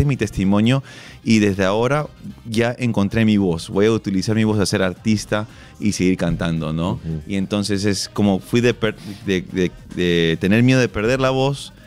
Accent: Peru; que somos somos una familia peruana normal, de verdad, ¿no?

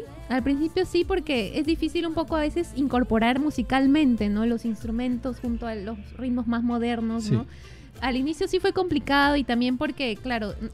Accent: Peru; me encanta esta fusión que haces porque revaloriza nuestra cultura, nuestro quechua, que es nuestro idioma nativo del Perú.

